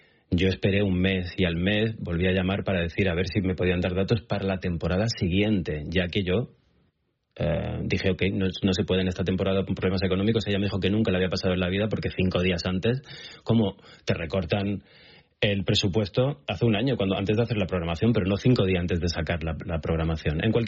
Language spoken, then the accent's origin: Spanish; Spain; Yo, como cualquier español, no conocía más allá de que lo del brazo incorrupto de Santa Teresa